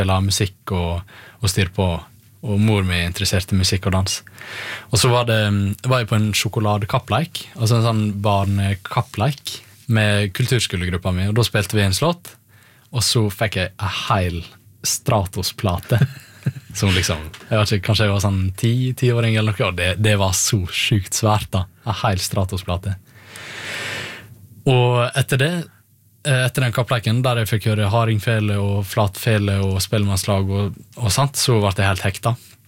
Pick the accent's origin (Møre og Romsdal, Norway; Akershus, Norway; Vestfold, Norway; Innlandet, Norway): Møre og Romsdal, Norway; Volda; jeg er fra Volda på Sunnmøre, og jeg begynte i kulturskolen da jeg var rundt 5 år gammel